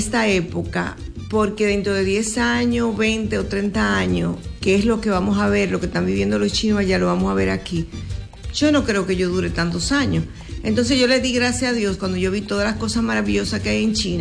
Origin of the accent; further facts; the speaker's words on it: Dominican Republic; los dominicanos somos dominicanos donde quiera y los chinos son lo mismo donde quiera.